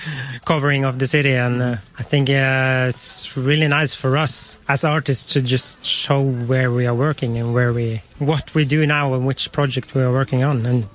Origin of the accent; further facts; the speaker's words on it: Bodø, Nordland, Norway; I come from Bodø in northern Norway